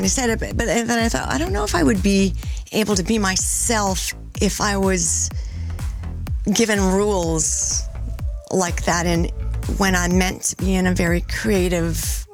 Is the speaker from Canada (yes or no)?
yes; Ontario, Canada; I'm from Northern Ontario, Canada, where there is no sunny beach.